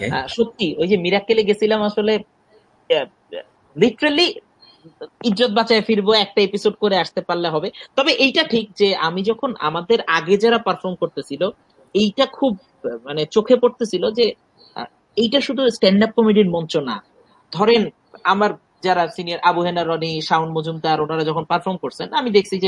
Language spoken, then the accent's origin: Bangla; Dhaka, Dhaka Division, Bangladesh; আমি ঢাকার এই যানজট, যান্ত্রিকতা, এগুলোর মধ্যেই বড় হয়েছি।